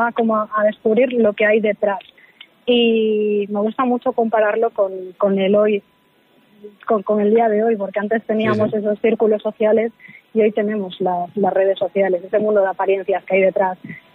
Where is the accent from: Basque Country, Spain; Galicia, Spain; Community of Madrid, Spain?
Galicia, Spain; como gallega conocía las aguas de Mondariz